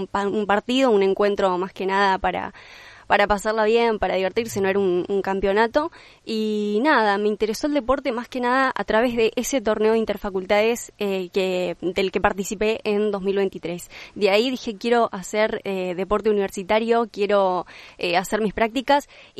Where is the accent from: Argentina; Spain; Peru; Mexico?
Argentina; Cerrito, Entre Ríos; Yo soy de Cerrito